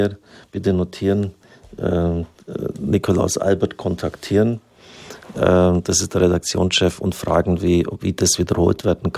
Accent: Wimmertshofen, Germany; zumal die Kirche relativ klein ist, wo ich herkomme, in Wimmertshofen.

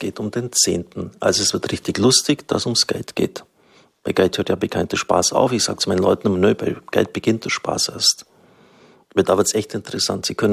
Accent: Baden-Württemberg, Germany; born there; Ich bin ein geborener Schwabe.

